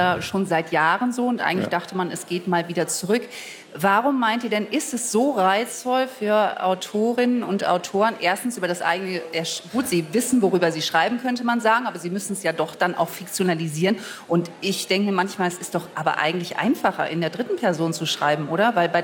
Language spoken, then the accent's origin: German; Düsseldorf, North Rhine-Westphalia, Germany; Ich komme aus Düsseldorf